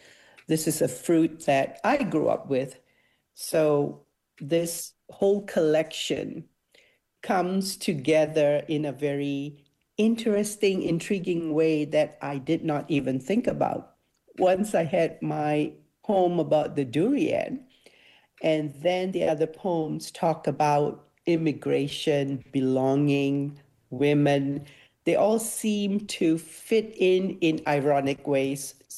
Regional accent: Singapore; moved away; I am from Singapore. So people who live in the East are familiar with this fruit. This is a fruit that I grew up with.

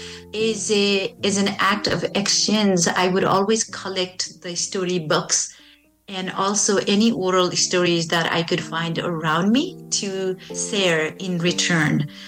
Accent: Nepal; moved away as an adult; now in St. Albert, Canada

